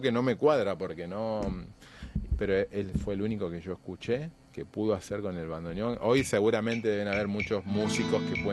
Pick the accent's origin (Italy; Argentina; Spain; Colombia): Argentina